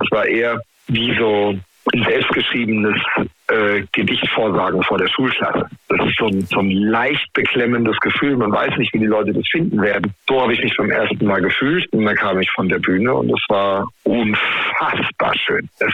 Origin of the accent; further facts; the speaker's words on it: Heidelberg, Baden-Württemberg, Germany; weil ich natürlich als Heidelberger, Baujahr 85, mit den … aufgewachsen bin. Ne? Also hier im Rhein-Neckar-Delta